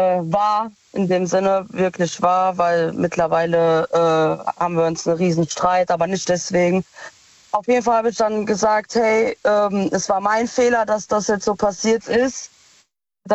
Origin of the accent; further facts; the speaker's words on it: Ludwigshafen, Rhineland-Palatinate, Germany; Aus Lu, also aus Ludwigshafen.